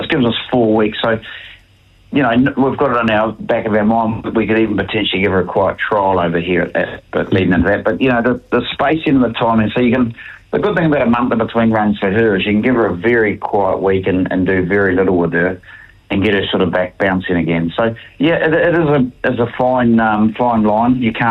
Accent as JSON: {"language": "English", "country": "New Zealand", "said": "we're coming from New Zealand, we don't expect to be looked after."}